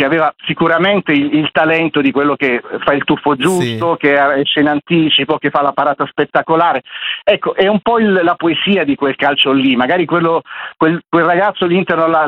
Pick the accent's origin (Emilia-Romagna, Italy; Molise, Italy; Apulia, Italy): Apulia, Italy; Bari; Io sono nato a Bari, in una zona, diciamo, di confine fra una zona popolare e una zona, diciamo, da media borghesia.